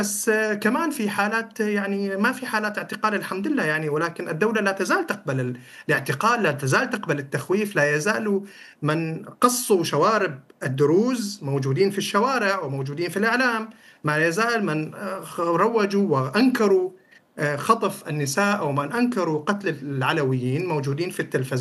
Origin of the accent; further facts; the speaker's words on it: Syria; هم غالبا وفق كل ما وثقناه كسوريين منتهكين